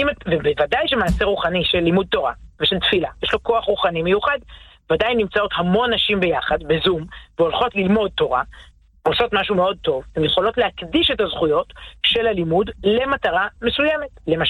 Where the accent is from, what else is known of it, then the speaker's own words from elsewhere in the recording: Herzliya, Tel Aviv District, Israel; גדלתי בבית פחות דוסי, אפשר להגיד בעדינות, גדלתי בהרצליה